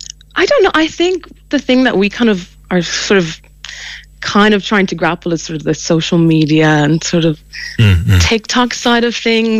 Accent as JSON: {"language": "English", "country": "Ireland", "said": "I think as Irish people as well, it's kind of scary putting yourselves out there in that sort of way as well."}